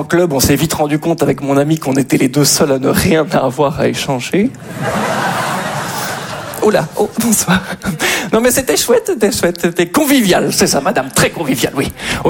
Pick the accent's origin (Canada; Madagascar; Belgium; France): Belgium; Je suis belge.